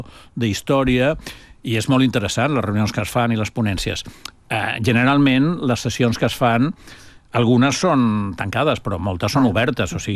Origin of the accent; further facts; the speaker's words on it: Barcelona, Catalonia, Spain; com a barceloní penso per a Barcelona és bo que sigui una capital turística